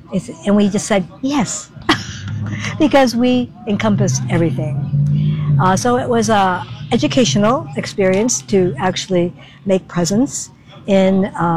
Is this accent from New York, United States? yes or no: no; San Jose, California, United States; I am from San Jose, California, from one of the three remaining historic Japan towns in the nation.